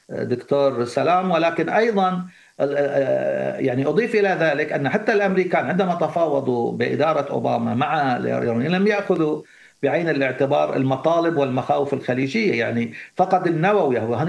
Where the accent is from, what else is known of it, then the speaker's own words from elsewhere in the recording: Kuwait; عندنا في الكويت صار أمس واليوم وأكثر من مرة،